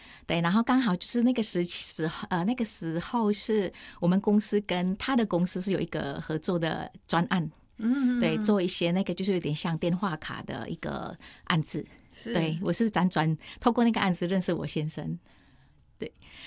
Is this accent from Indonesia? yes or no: yes; Indonesia; Chinese is a second language; moved away as an adult; now in Taiwan; 到台湾，对，是整个一个政治动荡当中的一个情况下、对，离开我的家乡对印尼